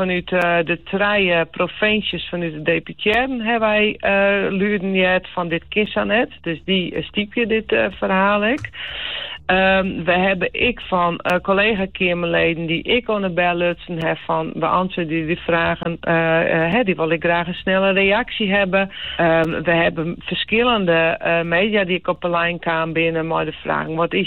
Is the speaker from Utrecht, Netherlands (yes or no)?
no; Friesland, Netherlands; wij komen zelfs bij uit Friesland